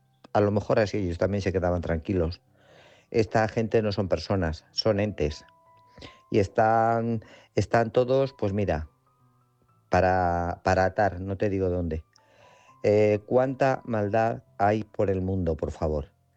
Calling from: Guadalajara, Castilla-La Mancha, Spain; de Guadalajara.

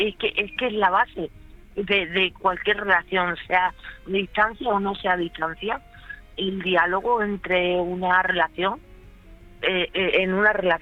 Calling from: Badajoz, Extremadura, Spain; Yo soy de Badajoz

